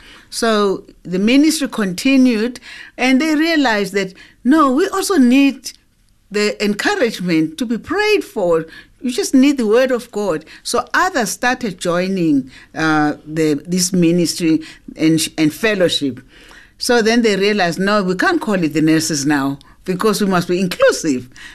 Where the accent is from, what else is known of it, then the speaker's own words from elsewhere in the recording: KwaZulu-Natal, South Africa; now in Benoni, South Africa; I come from KwaZulu-Natal. I'm now based here at the head office at Benoni